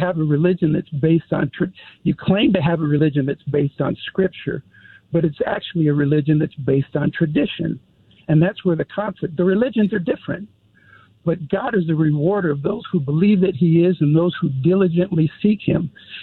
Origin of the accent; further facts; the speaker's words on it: New York, United States; born there; I was born in New York.